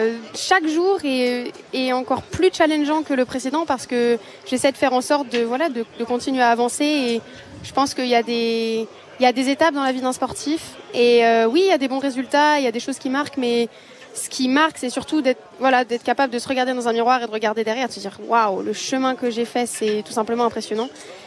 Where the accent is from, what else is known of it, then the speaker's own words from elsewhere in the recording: Nice, Provence-Alpes-Côte d'Azur, France; born there; Je suis née à Nice, effectivement. Je suis niçoise d'origine.